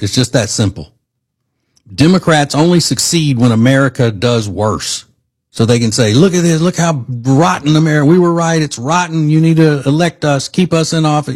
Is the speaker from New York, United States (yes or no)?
no; Charlotte, North Carolina, United States; I am from Charlotte, North Carolina. I do a talk show here at night